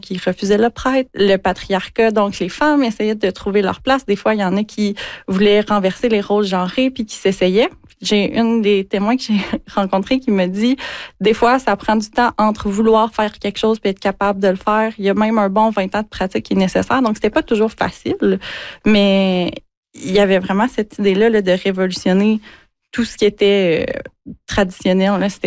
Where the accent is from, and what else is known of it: Quebec, Canada